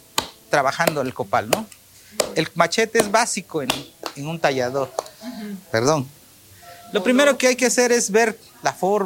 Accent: San Martín Tilcajete, Oaxaca, Mexico; Quiero decirle que en Oaxaca, especialmente en mi pueblo, nosotros adoramos los elementos.

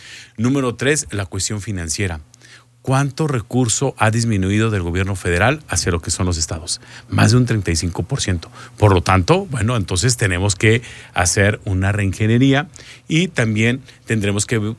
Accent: Mexico

